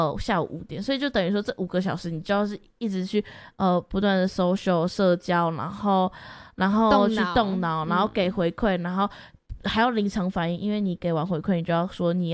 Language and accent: Chinese; Kaohsiung, Taiwan; 然后我们营队是七月初要去带、高雄，回到我的家乡高雄，真的是美浓国小